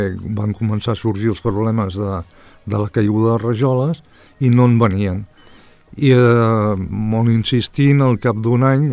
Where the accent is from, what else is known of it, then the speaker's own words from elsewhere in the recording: Barcelona, Catalonia, Spain; moved away as an adult; now in Sant Just Desvern, Spain; jo sóc de la Sagrada Família.